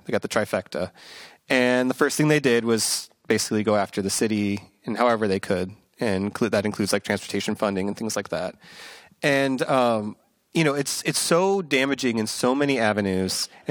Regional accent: St. Louis, Missouri, United States; now in Seattle, United States; I'm originally from Missouri, from St. Louis, Missouri.

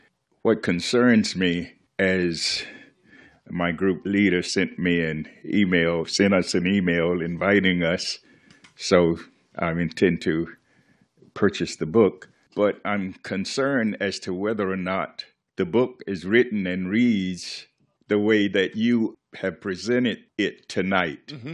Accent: the South, United States; and I'm from deep from the South, segregated South. So I have those experiences as well.

